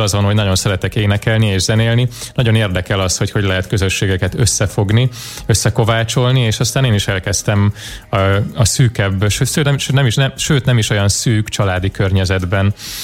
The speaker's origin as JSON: {"language": "Hungarian", "town": "Nova", "region": "Zala", "country": "Hungary", "tie": "born or raised there", "said": "Alapvetően egy picike faluban nőttem fel Nován, és a szüleim mindig is nyüzsgő emberek voltak"}